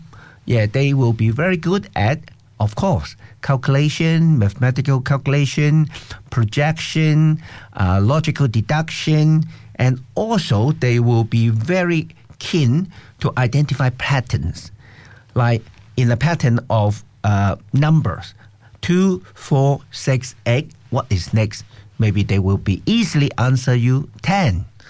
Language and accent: English; Hong Kong; So I'm from Hong Kong.